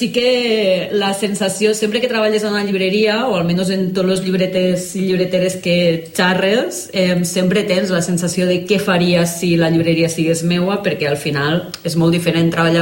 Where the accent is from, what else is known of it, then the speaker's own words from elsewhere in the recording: Amposta, Catalonia, Spain; now in Tarragona, Spain; I jo soc d'Amposta.